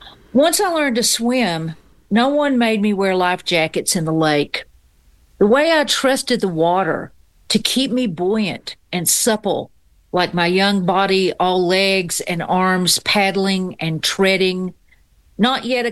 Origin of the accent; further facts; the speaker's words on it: Knoxville, Tennessee, United States; now in Whitley County, United States; I live here now. I live in Whitley County now. I grew up in Knoxville, Tennessee.